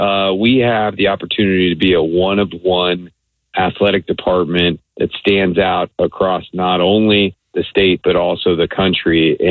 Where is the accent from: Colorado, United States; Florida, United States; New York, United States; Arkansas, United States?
Florida, United States; Tampa; I can just tell you, having grown up here, born and raised in Tampa, USF has not gotten the respect that it deserves within the community or throughout the country.